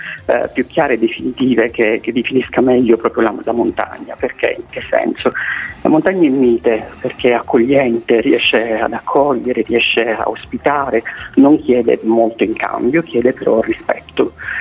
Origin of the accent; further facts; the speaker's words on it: Sicily, Italy; now in Aosta Valley, Italy; io sono ormai in Valle d'Aosta da oltre 10 anni e mi sono assolutamente innamorato di questa regione. Io vengo dalla parte opposta allo zenith dell'Italia, perché sono siciliano